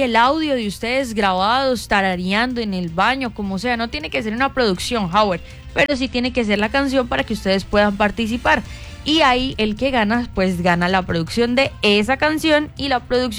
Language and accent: Spanish; Colombia; que nos represente a nosotros como colombianos